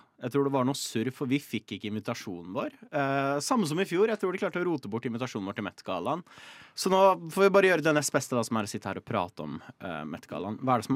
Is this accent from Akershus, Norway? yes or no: yes; Nittedal, Akershus, Norway; moved away; Jeg var hjemme i Nittedal, der hvor jeg har vokst opp